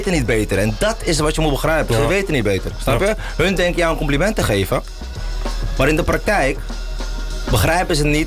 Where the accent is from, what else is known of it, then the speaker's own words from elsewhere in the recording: Kortenhoef, North Holland, Netherlands; Zoals ik zei, ik kom uit Kortenhoef, ik kom uit een best wel een boerengehucht, weet je.